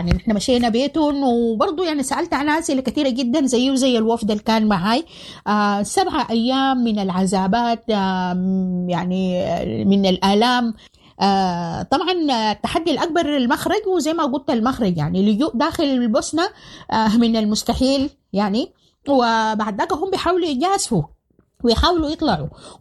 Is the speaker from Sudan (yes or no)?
yes; Sudan; moved away; وكنت انا يعني سودانيه